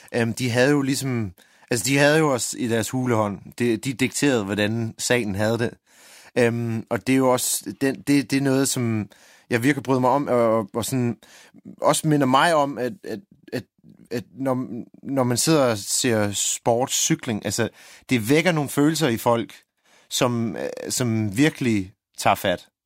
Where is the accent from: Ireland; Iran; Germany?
Ireland; Jeg husker som barn, da jeg voksede op i Irland, det var noget, min mor også introducerede for.